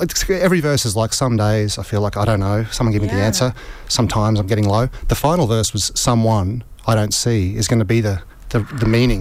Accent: Queensland, Australia; moved away as an adult; now in Brisbane, Australia; So we're all from the Fraser Coast. I've lived in Brisbane for 15 years, but originally from up there

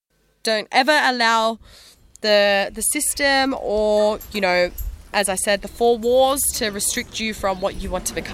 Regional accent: Australia

